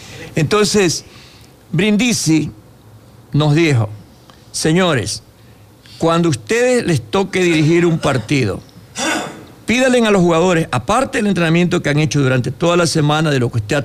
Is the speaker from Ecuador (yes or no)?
yes; Quevedo, Los Ríos, Ecuador; born there; Yo nací por el Quevedo.